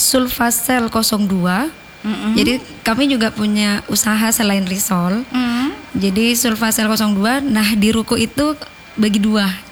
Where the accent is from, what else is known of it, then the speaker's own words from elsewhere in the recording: Java, Indonesia; now in Makassar, Indonesia; Karena saya kan aslinya dari Jawa.